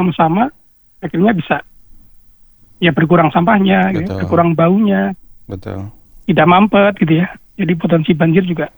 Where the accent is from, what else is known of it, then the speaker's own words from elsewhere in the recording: Bali, Indonesia; di kampung saya di Bali